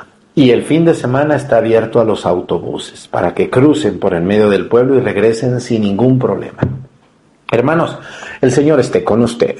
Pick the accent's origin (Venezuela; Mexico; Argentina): Mexico; Mexticacán, Jalisco; moved away; Mesticacán, mi pueblo.